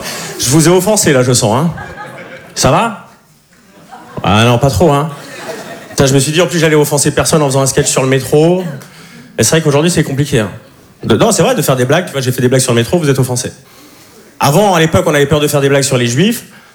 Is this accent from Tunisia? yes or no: no; Switzerland; now in Paris, France; Comme il a dit, je suis suisse. Ça fait 2 ans que j'habite à Paris.